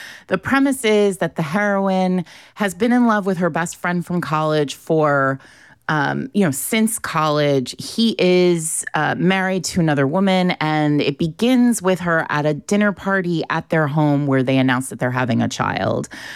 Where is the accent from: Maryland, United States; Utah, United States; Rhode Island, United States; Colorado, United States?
Rhode Island, United States; when I was a kid, I grew up in Rhode Island, but my parents had this very cute little house in Ashland, New Hampshire, which is right near Plymouth and, you know, right around the corner from Meredith.